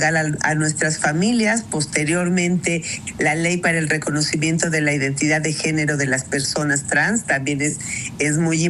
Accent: Mexico

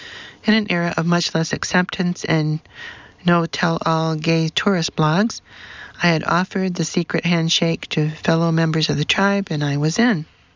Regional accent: United States; The difficulty I had wrapping my head around that notion revealed to me just what growing up in the States had done to me.

